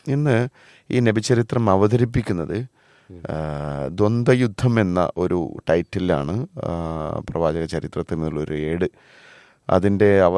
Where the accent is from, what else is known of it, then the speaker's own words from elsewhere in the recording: Kinavakkal, Kerala, India; ഞാൻ ജനിച്ചത് വളർന്നതൊക്കെ കൂത്തുപറമ്പിനടുത്ത് കിണവക്കലിലാണ്. കൂത്തുപറമ്പിനടുത്താണ്.